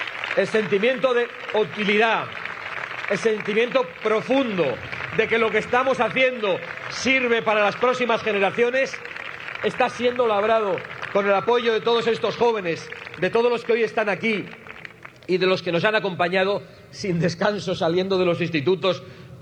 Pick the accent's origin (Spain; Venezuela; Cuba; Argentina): Spain; Amurrio, Basque Country; born there; now in Madrid, Spain; yo soy un señor de Amurrio, que vive en Madrid, lejos de donde nací. Pero ante todo, soy un español